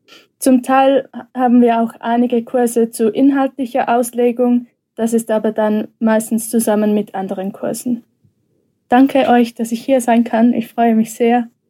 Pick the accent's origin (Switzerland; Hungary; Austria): Switzerland; Ich komme aus der Schweiz, was ihr vielleicht an meinem Akzent hören könnt.